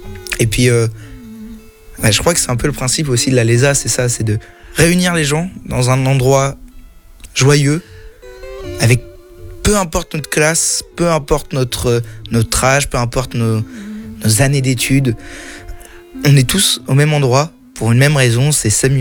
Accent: Le Havre, Normandy, France; now in La Roche-sur-Yon, France; Je viens du Havre. C'est un peu spécial.

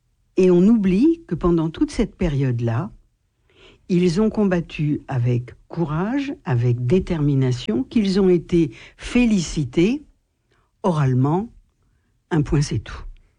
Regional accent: Morocco; born there; moi je suis née au Maroc

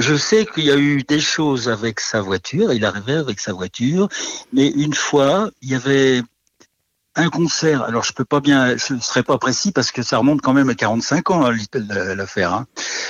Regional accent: Nouvelle-Aquitaine, France; moi je suis plutôt du Poitou-Charentin en fait, hein. je suis un petit peu au sud, hein.

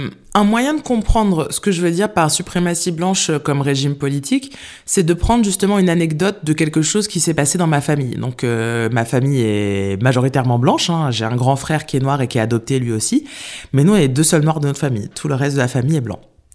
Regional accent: France; je suis une noire, mais je suis une noire de l'Hexagone. je suis pas une noire de Martinique.

